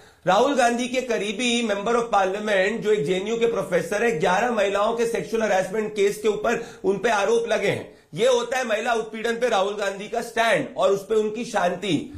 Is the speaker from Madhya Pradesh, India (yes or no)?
yes; Indore, Madhya Pradesh, India; मैं इंदौर से आता हूं